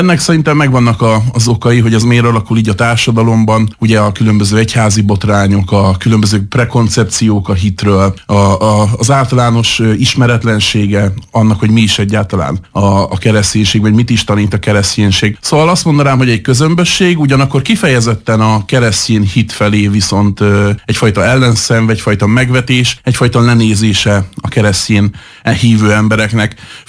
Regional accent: Hungary; főleg itt Európában magyarként

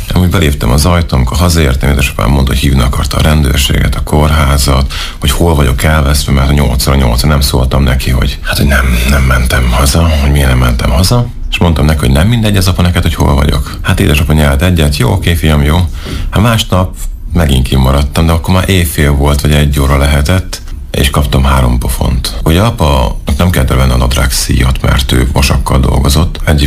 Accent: Szentes, Csongrád-Csanád, Hungary; moved away as an adult; now in Debrecen, Hungary; Kertesházban nőttem fel.

